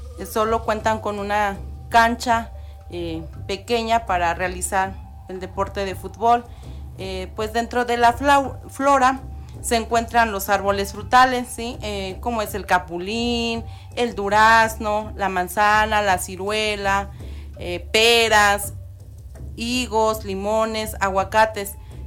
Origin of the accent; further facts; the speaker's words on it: Aguatatempan, Puebla, Mexico; vengo de la comunidad de Aguatatempan.